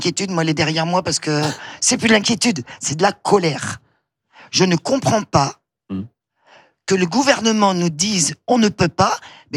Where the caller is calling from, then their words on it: Poitiers, Nouvelle-Aquitaine, France; je suis de Poitiers